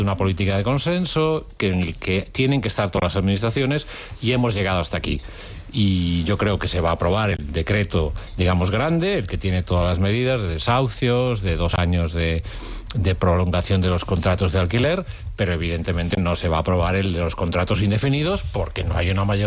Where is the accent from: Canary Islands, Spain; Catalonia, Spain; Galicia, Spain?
Galicia, Spain; Vigo; soy de Vigo.